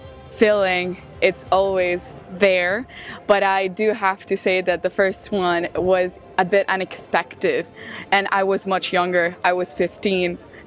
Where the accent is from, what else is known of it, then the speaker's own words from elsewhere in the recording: Sicily, Italy; I'm from Italy. I'm from Sicily specifically.